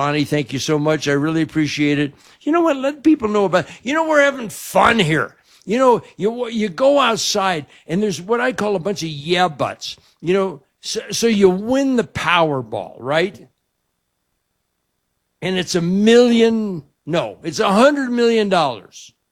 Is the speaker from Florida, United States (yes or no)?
no; Pacific Palisades, California, United States; And I grew up in Southern California. Pacific Palisades. We moved down closer to El Toro.